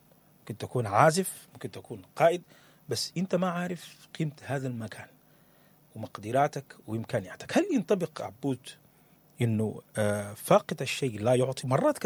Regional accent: Sudan

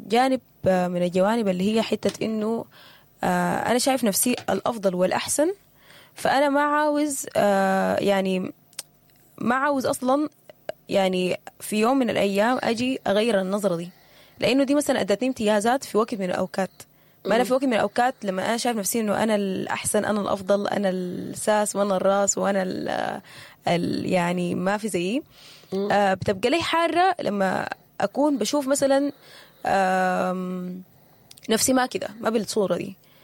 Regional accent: Sudan; في بلدنا السودان.

